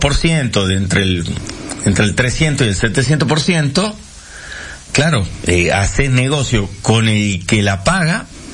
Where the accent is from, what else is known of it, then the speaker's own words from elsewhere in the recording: Northwest Argentina, Argentina; Entonces todos los collas que veníamos del interior no teníamos.